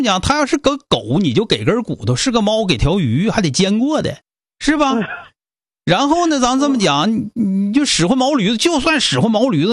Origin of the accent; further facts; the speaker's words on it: Northeast China, China; 咱们东北人出电商出的比较多，对吧？